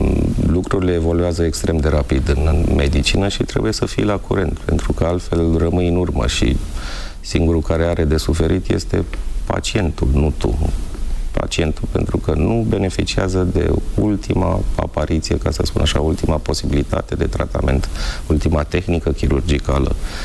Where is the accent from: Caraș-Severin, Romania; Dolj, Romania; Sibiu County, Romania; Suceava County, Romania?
Dolj, Romania; Craiova; moved away; also born or lived in Timișoara / Bucharest; Copilărind în Craiova, mergeam des cu băieții la fotbal, pe un teren destul de aproape de unde locuiam noi.